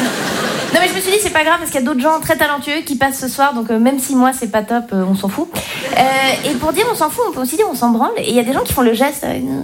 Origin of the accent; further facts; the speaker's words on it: Switzerland; Moi, je suis Suisse. Et donc, comme je viens pas d'ici